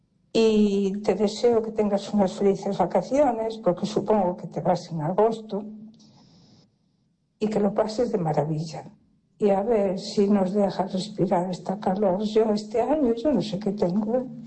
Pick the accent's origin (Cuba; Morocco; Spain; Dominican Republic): Spain; A Coruña, Galicia; de Coruña, pero todavía no lo he dicho.